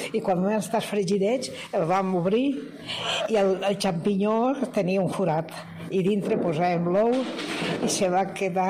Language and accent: Catalan; Valencian Community, Spain; Que jo soc valenciana